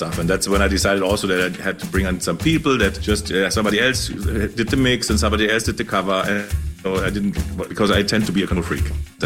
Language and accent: English; Munich, Bavaria, Germany; I grew up in Munich, where everything stops at 8 o'clock in the evening